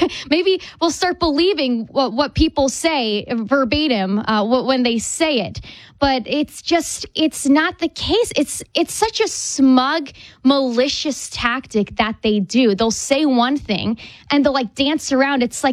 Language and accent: English; New Jersey, United States